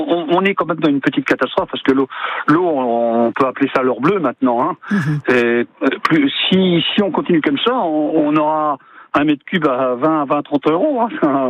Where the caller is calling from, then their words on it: France; moi, j'habite sur Monteville